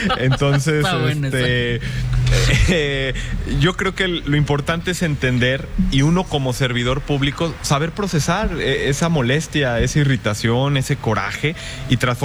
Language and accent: Spanish; Irapuato, Guanajuato, Mexico; somos de aquí, somos de Irapuato, somos orgullosos de esta tierra.